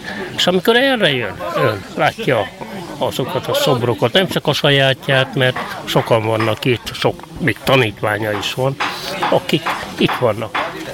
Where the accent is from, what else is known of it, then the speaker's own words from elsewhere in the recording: Hungary; Én ennek az országnak vagyok a szülötte